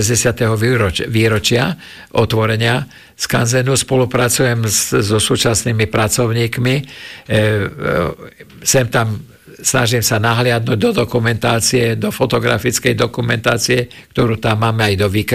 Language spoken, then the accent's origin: Slovak; Prešov, Prešov Region, Slovakia; accent: Šariš dialect; ovládam dialekt, takže tým pádom som mohol hovoriť šarišským dialektom s ľuďmi, ale hneď poznali, že som Prešovčan, že nie som odtiaľ, lebo ten dialekt na Hornom Šariši ale je troška iný